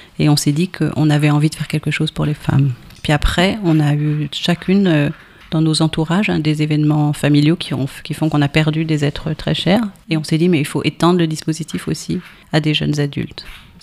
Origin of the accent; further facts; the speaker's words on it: Centre-Val de Loire, France; soit du sud, l'Auchois d'où je viens moi